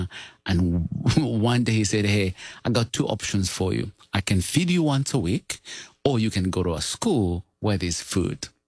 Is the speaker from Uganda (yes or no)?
yes; Uganda; Well, I come from Uganda and grew up poor of the poorest.